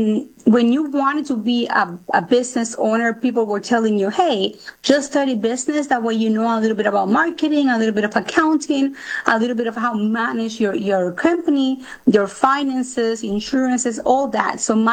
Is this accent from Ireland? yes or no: no; Aguadilla, Puerto Rico; I was born and raised in Aguadilla, Puerto Rico. That's the northwest section of our beautiful island.